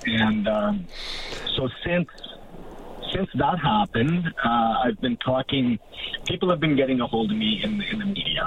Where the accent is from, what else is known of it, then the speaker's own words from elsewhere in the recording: St. Paul, Alberta, Canada; St. Paul is my hometown, Courtney. Mm-hmm. Growing up in St. Paul, my relatives, my uncles, my aunties, my grandparents